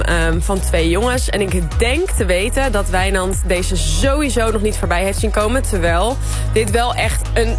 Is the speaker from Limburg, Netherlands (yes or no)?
no; Amsterdam, North Holland, Netherlands; ik kom natuurlijk uit Amsterdam.